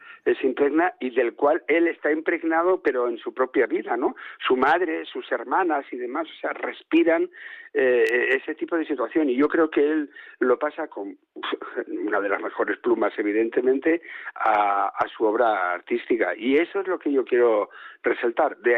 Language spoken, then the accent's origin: Spanish; Oviedo, Asturias, Spain; Soy de Oviedo